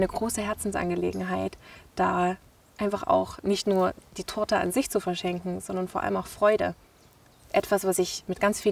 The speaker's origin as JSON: {"language": "German", "region": "Saxony", "country": "Germany", "said": "Ich komme aus dem Erzgebirge, aus dem wunderschönen Erzgebirge."}